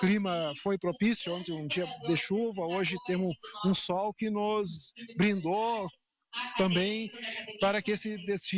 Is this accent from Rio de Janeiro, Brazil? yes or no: no; Rio Grande do Sul, Brazil; nós, sendo gaúcho, nós gostamos também de participar e de valorizar as nossas tradições.